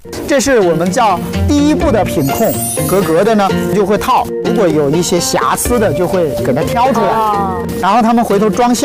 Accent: Hunan, China; 可能因为也是我是湖南人的原因吧

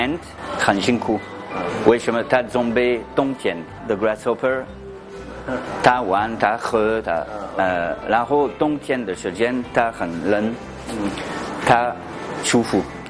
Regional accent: France; Chinese is a second language; moved away as an adult; now in Shanghai, China; 比如说我是法国人，但是我的太太是上海人

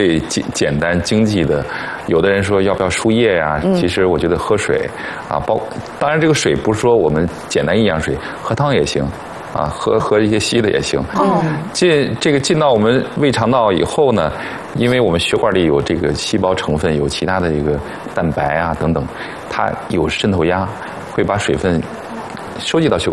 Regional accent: China; 我们中国人

